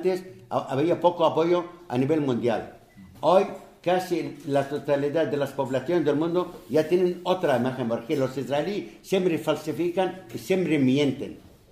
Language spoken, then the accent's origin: Spanish; Palestine; moved away; also born or lived in Lebanon; mi pueblo ha sufrido lo insufrible. Pero la culpa no es de mi pueblo